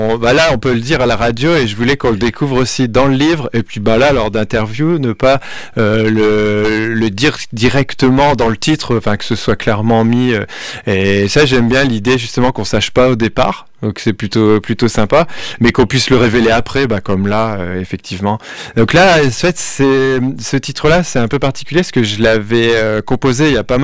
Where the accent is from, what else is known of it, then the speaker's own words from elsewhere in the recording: Douai, Hauts-de-France, France; moi, je suis de Douai, et puis je suis vraiment pas loin